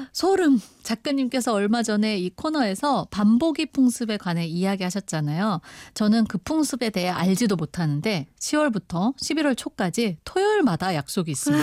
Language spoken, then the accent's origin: Korean; Mungyeong, North Gyeongsang, South Korea; moved away; 제 고향 문경의 특산품인데요.